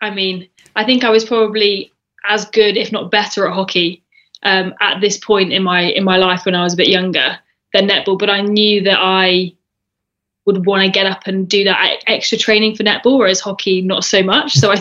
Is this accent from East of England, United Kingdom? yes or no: yes; Bedford, East of England, United Kingdom; born or raised there